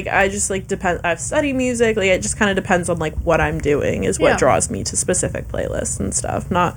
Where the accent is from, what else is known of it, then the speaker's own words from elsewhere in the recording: Oregon, United States; now in California, United States; I'm from Oregon.